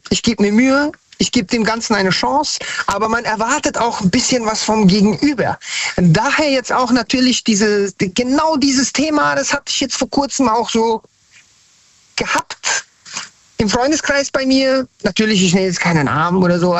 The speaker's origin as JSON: {"language": "German", "town": "Frankfurt am Main", "region": "Hesse", "country": "Germany", "lives_now": "Hanau, Germany", "said": "Oh nein, nein, ich bin eigentlich aus Frankfurt am Main. Ich bin dann nach Hanau gezogen."}